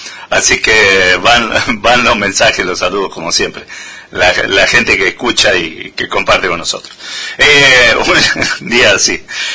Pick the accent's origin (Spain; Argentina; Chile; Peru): Argentina; Mendoza; Términos muy mendocinos. ¿Cuántos términos, no? Nosotros tenemos un montón